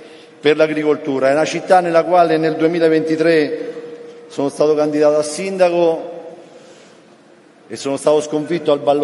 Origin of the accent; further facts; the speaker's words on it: Terni, Umbria, Italy; Vi porto i saluti anch'io dell'Umbria, dell'Umbria del Sud, di Terni, la mia città, la città dell'acciaio, la città fra le acque, l'Interamna, la città nella quale vivo da quando sono nato, nella quale la mia famiglia vive dal 1640